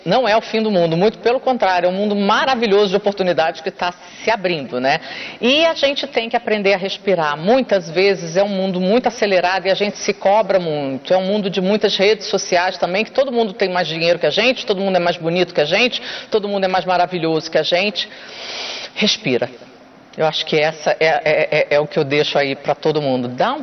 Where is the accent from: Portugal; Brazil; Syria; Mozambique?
Brazil; Rio de Janeiro; Eu sou do Rio, ela é de lá, subia morro para dar aula de inglês e creche de morro.